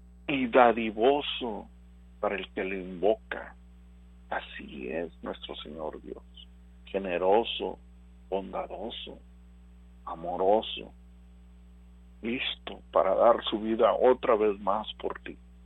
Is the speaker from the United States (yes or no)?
yes; Rio Grande Valley, Texas, United States; aquí de Texas. Que recordemos que antes de ser estadounidenses, nosotros somos tejanos, nosotros somos de Texas, y hacen prejuicios por nuestro color, por nuestra voz, por nuestra raza. Ni siquiera nuestro hablar es común en México